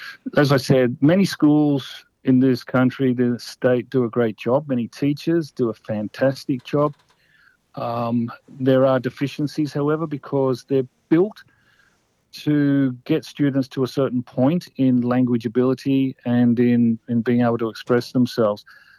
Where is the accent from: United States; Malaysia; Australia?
Australia; Parramatta, New South Wales; I'm not from the highest socioec environment. I was raised in Parramatta, born in Parramatta. I'm still a Parramatta boy. And I was exposed right from childhood to different languages.